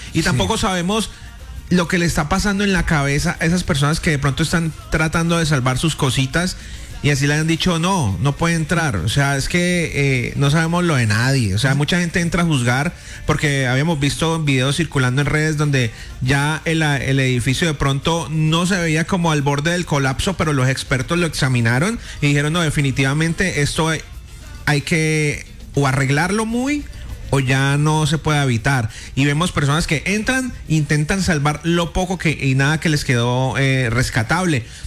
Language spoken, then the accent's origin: Spanish; Colombia; unirnos como colombianos